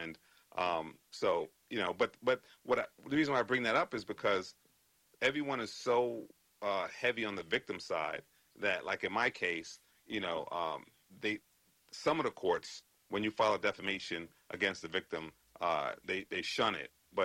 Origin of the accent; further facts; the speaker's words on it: New York City, New York, United States; now in Connecticut, United States; I'm from New York, from the Bronx. My family's from Antigua and Barbuda, the Caribbean. I'm barred in New York, although I live in Connecticut now.